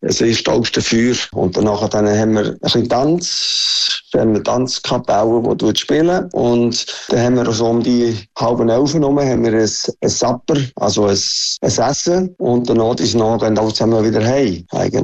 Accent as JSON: {"language": "German", "town": "Buttisholz", "region": "Lucerne", "country": "Switzerland", "tie": "born or raised there", "moved": "yes", "said": "Und ich bin im Buddhisholz in einer Garage aufgewachsen und hatte keine Chance gehabt für einen Betrieb überzunehmen in der Schweiz eigentlich."}